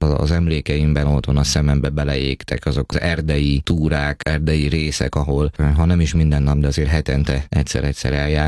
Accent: Putnok, Borsod-Abaúj-Zemplén, Hungary; Igen, Putnokon nőttem föl gyerekként, 15-16 éves korom környékén a szüleim válás, akkor költöztünk el.

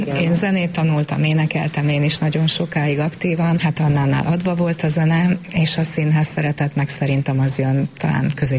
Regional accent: Budapest, Hungary; born there; Én ugyan itt a kerületben születtem

